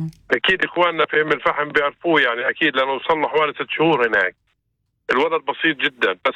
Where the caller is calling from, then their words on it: West Bank, Palestine; الظروف عندنا في الضفة